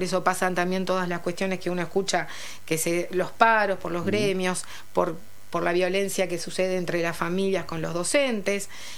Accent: Florida, Uruguay; also born or lived in Maldonado; now in Montevideo, Uruguay; estoy en Montevideo y recorro todo el país, pero también, como dijo Milka, soy originaria de Florida, también trabajé en Maldonado.

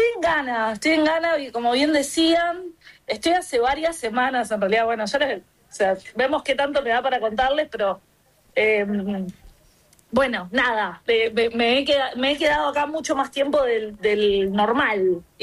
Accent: Uruguay; yo cada vez que digo soy de Uruguay

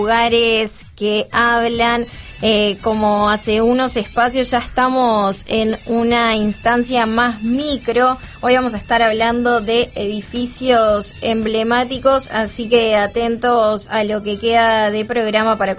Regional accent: Argentina; muy agradable, muy lindo para nuestro país, por lo menos que llegó bien lejos, así que muy contenta como argentina.

